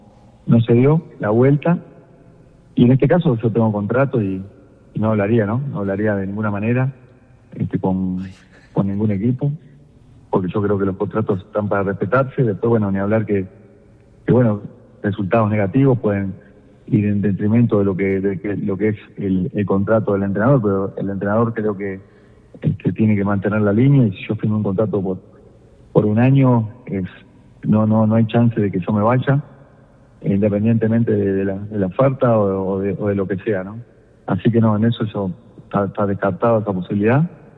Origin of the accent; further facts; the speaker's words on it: Uruguay; Bueno, soy uruguayo, como usted bien decía